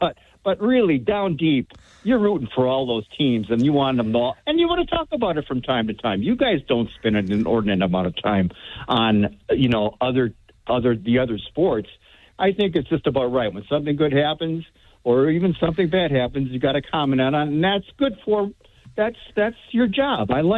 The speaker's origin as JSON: {"language": "English", "town": "Milwaukee", "region": "Wisconsin", "country": "United States", "said": "It's like, I'm from Milwaukee, and if you're from Milwaukee and you're a true fan"}